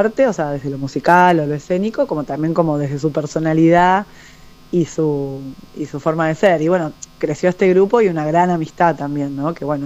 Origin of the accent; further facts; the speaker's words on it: Buenos Aires metropolitan area, Argentina; Somos de Buenos Aires, de distintos barrios de Capital y de Gran Buenos Aires. Pero sí, todos acá del AMBA, digamos.